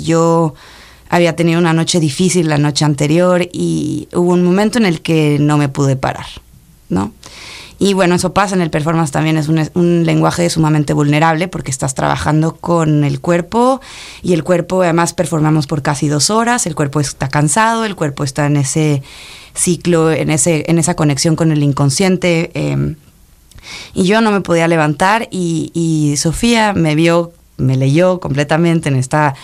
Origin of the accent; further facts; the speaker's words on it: Salta, Argentina; Ay, mira, yo aquí traje tierra de Salta, de mi tierra. Una tierra roja maravillosa, que es una provincia argentina.